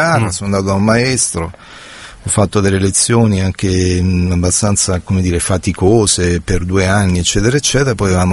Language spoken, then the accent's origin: Italian; Rome, Lazio, Italy; born there; also born or lived in Caltanissetta, Sicily / Battaglia Terme, Padua / Como; dopo 3-4 anni, avevo già 10 anni, sono andato a Roma, quinta elementare